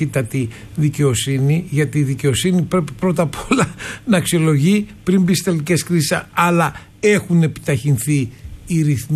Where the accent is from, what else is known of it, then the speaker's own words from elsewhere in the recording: Syros, South Aegean, Greece; Στο νησί μου είστε, σύνοδο, κύριε.